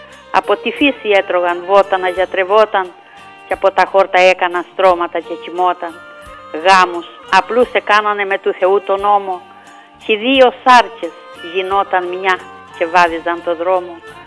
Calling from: Crete, Greece

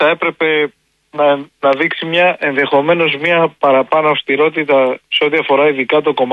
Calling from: Rhodes, South Aegean, Greece; το λέω ως Ροδίτης

